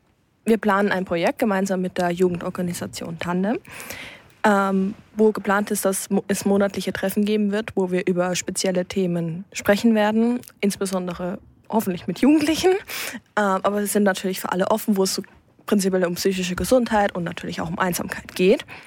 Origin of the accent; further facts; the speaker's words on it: Zwickau, Saxony, Germany; ich komme aus Zwickau